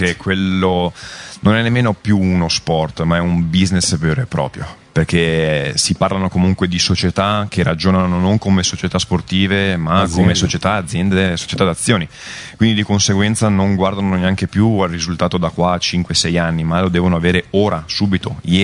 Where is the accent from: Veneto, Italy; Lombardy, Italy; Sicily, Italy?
Veneto, Italy; Cittadella; E io stesso vengo da Cittadella, un paesino appunto dell'Alta Padovana